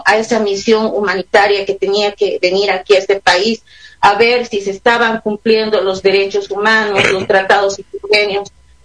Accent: Bolivia; nosotros como bolivianos

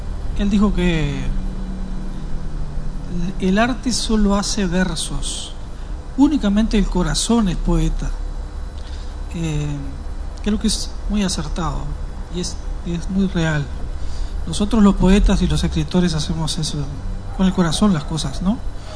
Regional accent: Tacuarembó, Uruguay; Bueno, vengo de Tacuarembó y esto es para Tacuarembó se va.

